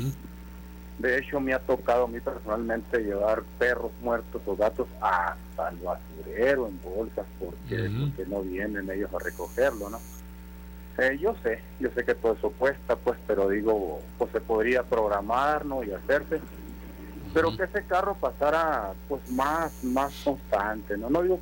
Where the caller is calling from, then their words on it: Nogales, Sonora, Mexico; Aquí vivo en Nogales